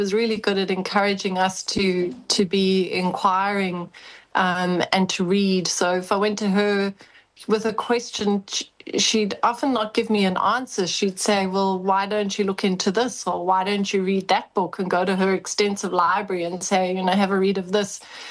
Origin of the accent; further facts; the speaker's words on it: Johannesburg, Gauteng, South Africa; now in Kangaroo Island, Australia; So I was born in Johannesburg and grew up there.